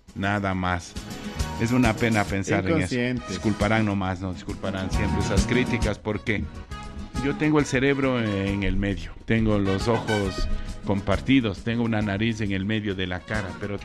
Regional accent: Ecuador; somos de Ecuador. Claro, somos de Ecuador.

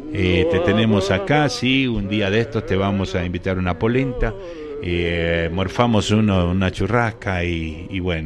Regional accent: Argentina; Argentino te digo, viejo. Como argentino. Vos sabés que soy rioplatense hasta la mía.

